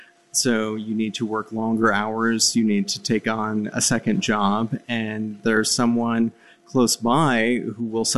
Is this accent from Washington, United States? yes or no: no; Mason City, Iowa, United States; my hometown has one of the largest rates of methamphetamine use in the state of Iowa